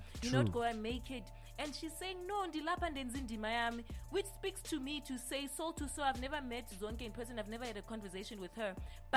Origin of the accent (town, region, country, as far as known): South Africa